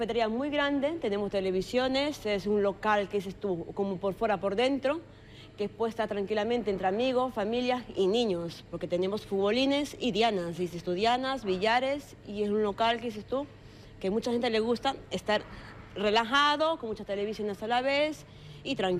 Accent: Ecuador; now in Spain; Yo soy de Ecuador, sí. Y espero que pase España, ya que llevo aquí 23 años en España.

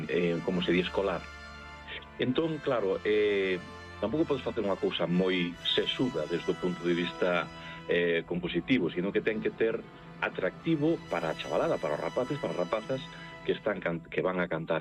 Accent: Galicia, Spain; Pero tampouco podía obviar que somos galegos e que temos unha capacidade interna de conocemento das nosas formas culturais de expresión

